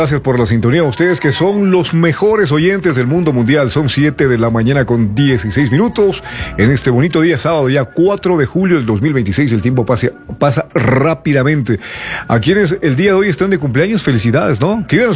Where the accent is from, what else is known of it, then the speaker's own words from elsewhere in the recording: Chambo, Chimborazo, Ecuador; born there; Yo nací en la provincia del Chimborazo, Cantón Chambo, un 24 de octubre de 1980.